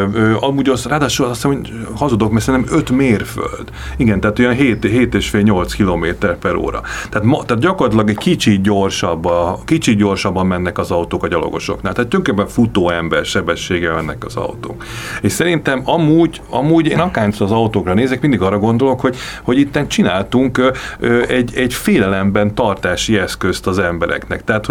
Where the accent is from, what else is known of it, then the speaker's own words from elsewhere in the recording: Budapest, Hungary; És nagyon szép látni azt a budai környéken, ahol én felnőttem, hogy az autók lehetetlené teszik az autók haladását.